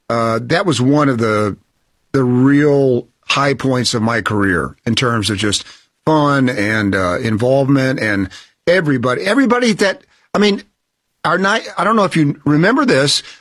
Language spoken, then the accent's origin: English; Knoxville, Tennessee, United States; as a kid growing up in Knoxville, Tennessee, that was my dream.